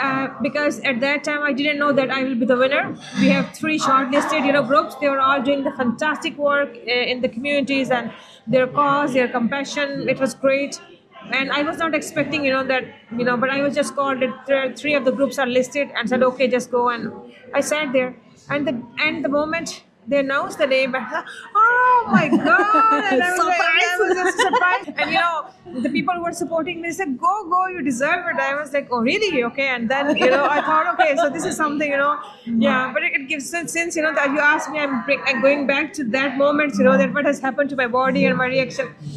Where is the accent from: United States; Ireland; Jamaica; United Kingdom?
Ireland; Cork, Munster; And it gave me a sense of pride and belonging that I am from Cork, you know, and I'm the true spirit.